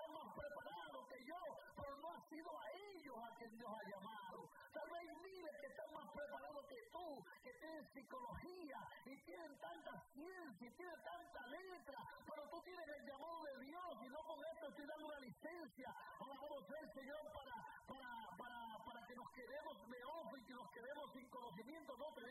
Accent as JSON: {"language": "Spanish", "country": "Puerto Rico", "said": "Mira, hermano, yo soy puertorriqueño y yo hablo con la L y con la R y todavía trato de educarme"}